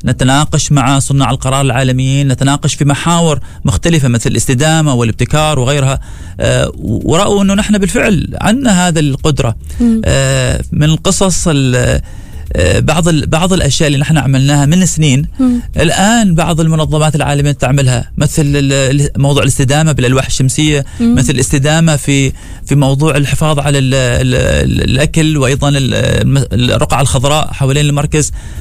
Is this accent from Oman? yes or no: yes; Oman; ولنا نحن كعمانيين لنا الحق نفتخر فيه جميعا